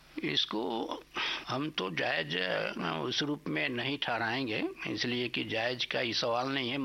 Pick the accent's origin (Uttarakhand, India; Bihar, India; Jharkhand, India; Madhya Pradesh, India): Jharkhand, India; हमारी देश जो है गांवों का देश है, और झारखंड भी हमारा गांवों का मैंने राज है, शहर तो गिन चुन के हैं।